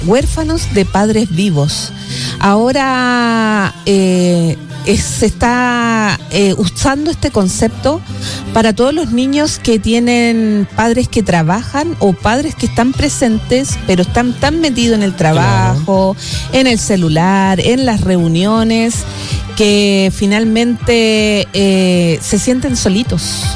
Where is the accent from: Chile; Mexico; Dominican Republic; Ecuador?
Chile; Antofagasta; mis papás nos llevaban así como al cerquita del mercado en Antofagasta, pero yo soy antofagastina.